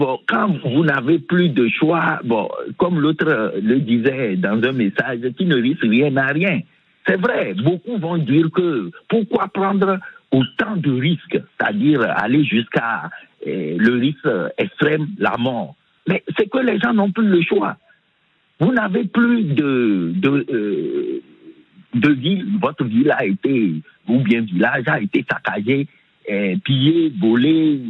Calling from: Lomé, Maritime, Togo; moi-même je suis en Afrique, plus précisément au Togo, à Lomé.

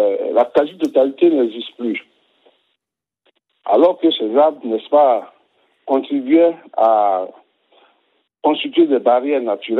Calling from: Dabou, Lagunes, Côte d’Ivoire; je suis dans le sud de la Côte d'Ivoire, je suis à Dabou. J'ai été à Mans pendant il y a 15 ou 20 ans et ensuite... il y a 2 ou 3 ans également.

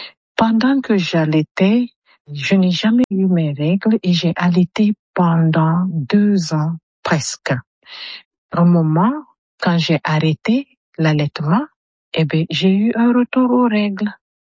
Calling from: Banjul, Gambia; âgée de 58 ans bientôt, et j'appelle de Banjul.

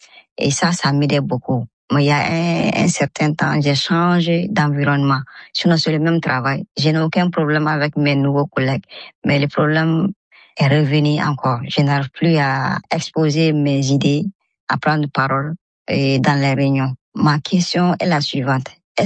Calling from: Dakar, Senegal; Je vis à Dakar et j'ai 36 ans.

